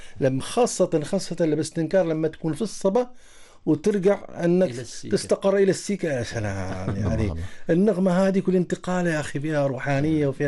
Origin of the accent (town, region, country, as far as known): Morocco